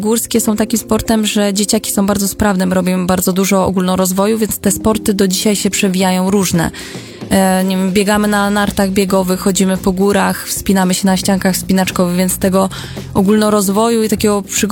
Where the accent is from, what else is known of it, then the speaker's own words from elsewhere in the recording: southern Poland, Poland; a kajaki u mnie, szczególnie te slalomowe, górskie, wzięły się stąd, skąd pochodzę, czyli z południa Polski, z miejsca, gdzie mamy górskie rzeki